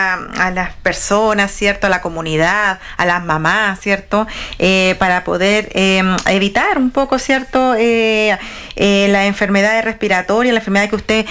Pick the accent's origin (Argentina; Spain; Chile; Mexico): Chile; hay que hacer nuestra vida normal, ya, como buen chileno.